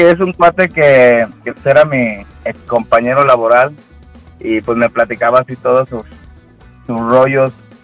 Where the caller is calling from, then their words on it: León, Guanajuato, Mexico; De León, Guanajuato.